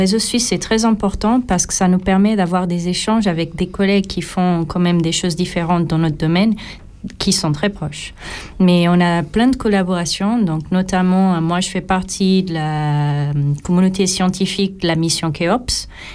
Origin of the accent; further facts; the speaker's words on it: Portugal; Donc moi-même, je suis pas suisse, je suis pas française, je suis portugaise.